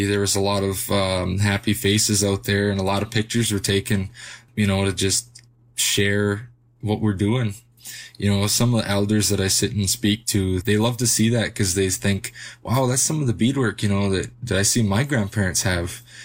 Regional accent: Curve Lake First Nation, Ontario, Canada; I'm from Curve Lake First Nation originally. That's my band and where my family comes from.

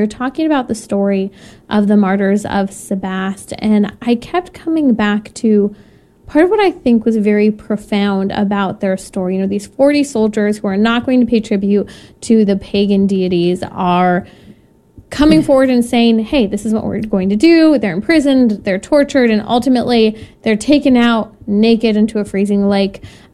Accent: California, United States; I'm from California.

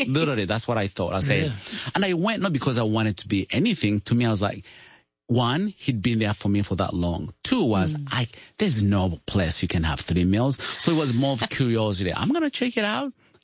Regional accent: Uganda; English is a second language; So, I come from Uganda and grew up poor of the poorest.

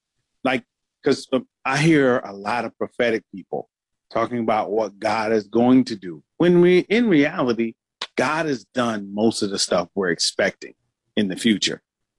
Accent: Andrews, South Carolina, United States; I am from the Little A. I am very proud to be from Andrews, South Carolina.

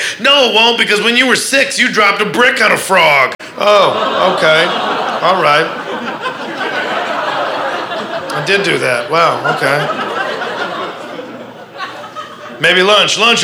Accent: Midwest, United States

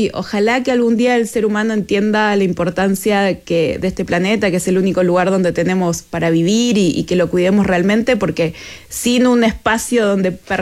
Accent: Chile; que seamos inteligentes como chilenos

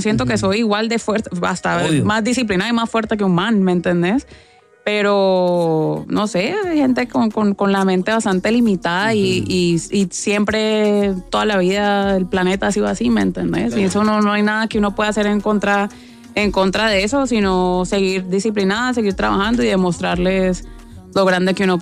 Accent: Cali, Valle del Cauca, Colombia; moved away as an adult; now in Puerto Rico; se parece mucho a mi ciudad en Colombia, de Cali.

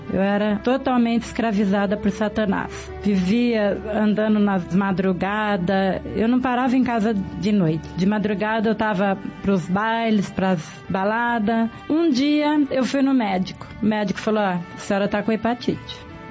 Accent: Diadema, São Paulo, Brazil; Eu sou de Diadema

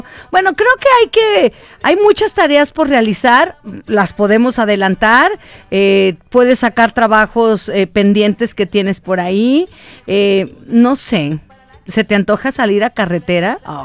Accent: Jalisco, Mexico; moved away; era ya rumbo a mi pueblo, a mi rancho. Entonces, ya saben, se tiene que agarrar la carretera Barra de Navidad y luego pasas que Cocula, Tecolotlán.

